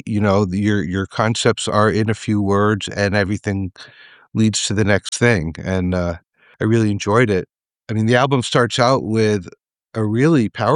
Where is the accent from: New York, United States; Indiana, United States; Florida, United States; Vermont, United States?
Vermont, United States; So I grew up in Vermont, lived in a hippie commune, free school.